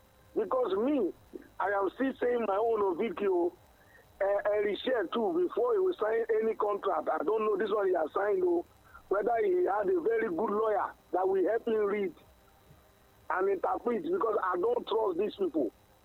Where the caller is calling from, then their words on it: Asaba, Delta, Nigeria; I'm calling from Asaba.